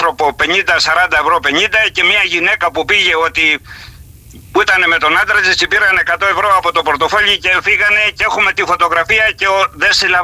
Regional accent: Agios Leon, Ionian Islands, Greece; Μεγάλωσα σε αυτό το χώρο και είμαι.

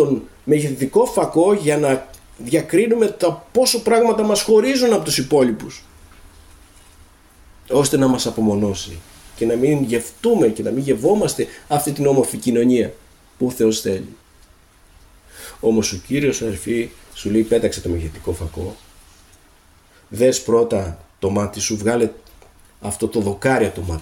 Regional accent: Greece; Σαν Έλληνες έχουμε κάποια κοινά μεταξύ μας.

